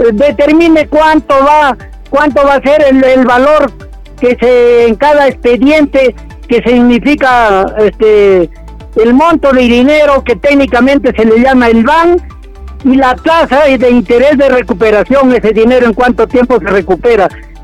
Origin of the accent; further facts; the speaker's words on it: Carabamba, La Libertad, Peru; nosotros los carabambinos